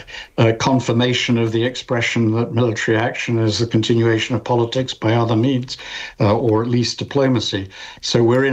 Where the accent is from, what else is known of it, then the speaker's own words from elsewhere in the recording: United Kingdom; speaking as a Brit